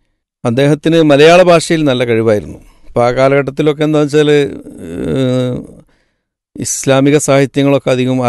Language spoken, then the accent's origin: Malayalam; Kerala, India; born there; അദ്ദേഹം ഞങ്ങളുടെ നാട്ടിലാണ് സിയാങ്കണ്ടത്ത് വന്ന